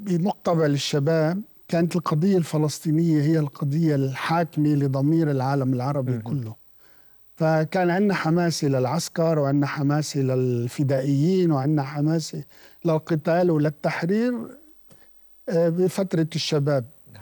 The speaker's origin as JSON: {"language": "Arabic", "country": "Lebanon", "tie": "born there", "said": "كنت في إجازة في قريتي، وكنت نايم عند جدتي في القرية."}